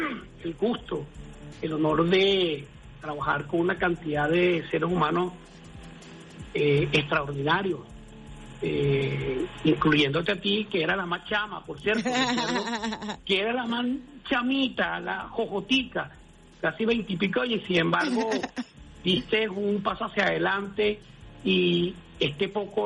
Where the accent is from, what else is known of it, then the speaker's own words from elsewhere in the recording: Venezuela; esta patria venezolana, latinoamericana, indoamericana, nosotros somos héroes.